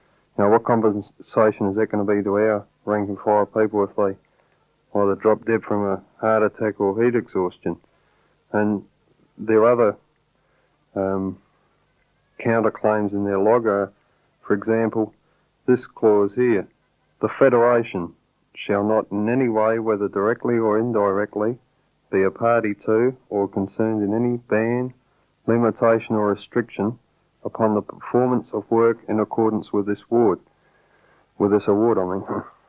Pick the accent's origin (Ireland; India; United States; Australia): Australia; South Australia; and I don't come from Melbourne, I come from South Australia